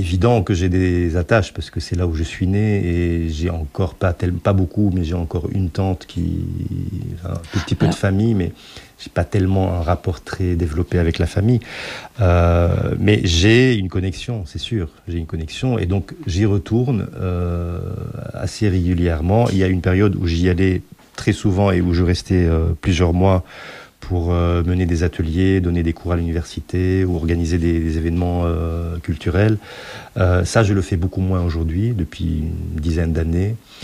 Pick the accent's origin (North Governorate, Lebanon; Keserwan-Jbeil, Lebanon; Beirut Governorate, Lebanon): North Governorate, Lebanon; Tripoli; Tripoli est une grande ville. Moi, je suis né à Amina, quartier du port.